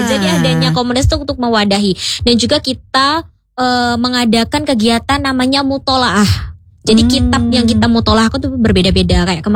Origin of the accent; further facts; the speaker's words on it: Lampung, Indonesia; Jadi Haula Benazir itu titik pusatnya ada di Lampung, karena saya sendiri dari Lampung ya.